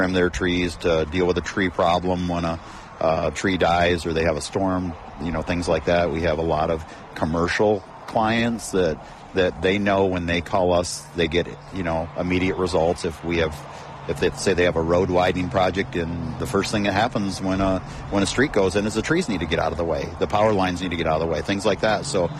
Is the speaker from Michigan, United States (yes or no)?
yes; Michigan, United States; now in Oklahoma, United States; I grew up in Michigan, and I have family in Michigan